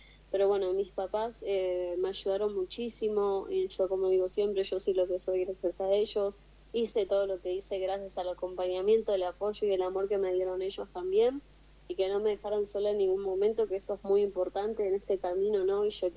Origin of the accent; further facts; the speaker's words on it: José C. Paz, Buenos Aires Province, Argentina; yo soy de Buenos Aires, la localidad de José C. Paz.